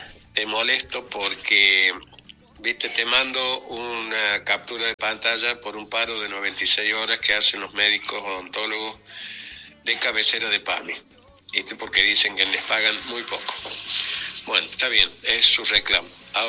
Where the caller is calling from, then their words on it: Argentina; de Barrio Los Mirantes.